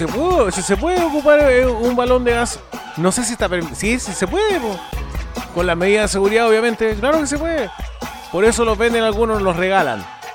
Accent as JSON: {"language": "Spanish", "country": "Argentina", "tie": "born there", "said": "Por eso yo nací en Argentina, ¿cachai?"}